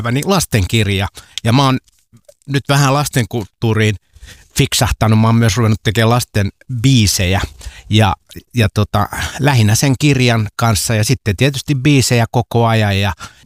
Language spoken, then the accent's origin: Finnish; Helsinki, Uusimaa, Finland; mä oon ruskea suot kotosin. Eli mä olen nyt tällä hetkellä aika lähellä noita kotikyliä ja Helsinkihän on täyskyliä.